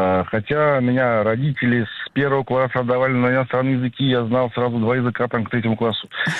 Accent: Korolev, Moscow Oblast, Russia; Буду, значит, на английском языке объявлять остановки в родном городе Калеве.

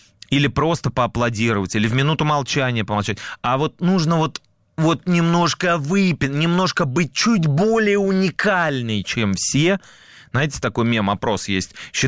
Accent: Saint Petersburg, Russia; я как ленинградец, как потомок людей, которые прошли блокаду, потомок людей, которые погибли

